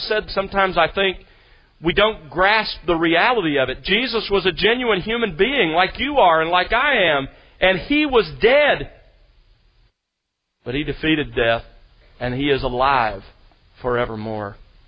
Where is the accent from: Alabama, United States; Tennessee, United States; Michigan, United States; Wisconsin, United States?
Alabama, United States; as a boy growing up in South Alabama